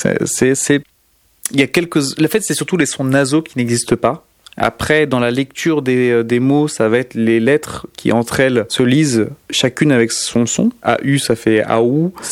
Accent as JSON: {"language": "French", "country": "Portugal", "said": "Et donc, ce n'est pas forcément une fierté de dire qu'on est portugais."}